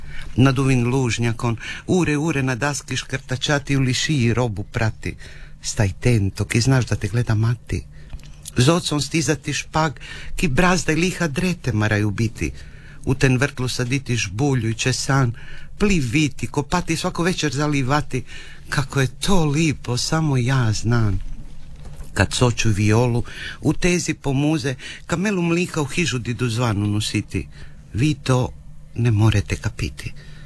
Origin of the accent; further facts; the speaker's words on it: Brajkovići, Istria County, Croatia; born there; kako ja sam rođen u Brajkovići i Stavan u Brajkovići i taci i mati su mi puštili tu rodnu hižu i valje 400 lida smo tote.